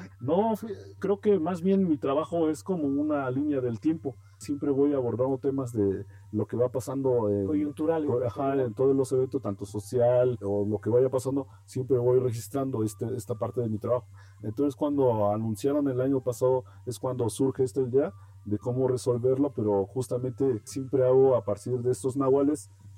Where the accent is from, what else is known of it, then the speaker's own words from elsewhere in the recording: Oaxaca, Mexico; first language Mazatec; Antes que nada, pues un saludo en mi lengua materna, es la lengua mazateca del estado de Oaxaca, principalmente en la Sierra Mazateca.